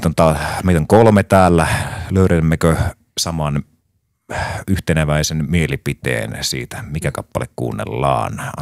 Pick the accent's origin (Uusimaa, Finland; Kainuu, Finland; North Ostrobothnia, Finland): North Ostrobothnia, Finland; Oulu; me ollaan oululaisia